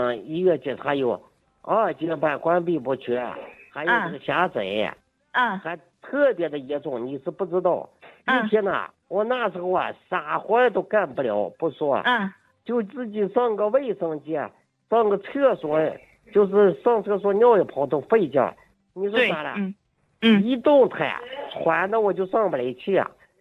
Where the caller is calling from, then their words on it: Baotou, Inner Mongolia, China; 我是包头的啊。